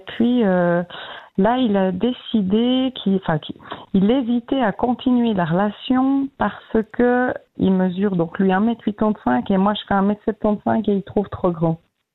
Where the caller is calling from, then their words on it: Vaud, Switzerland; J'habite de près des Chalons.